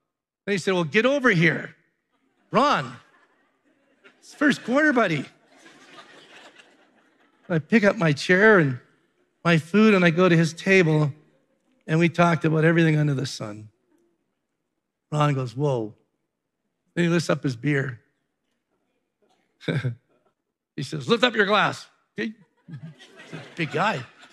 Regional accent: Alberta, Canada; I'm from Alberta.

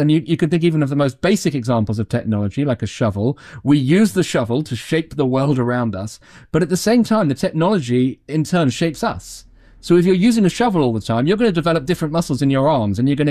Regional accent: United Kingdom; And then because I'm British, I finished by saying thank you to AI, and it said, no problem.

